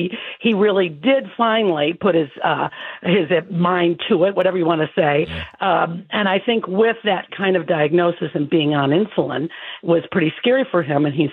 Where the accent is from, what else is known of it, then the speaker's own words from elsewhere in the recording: Michigan City, Indiana, United States; Indiana is my home. I'm from Michigan City.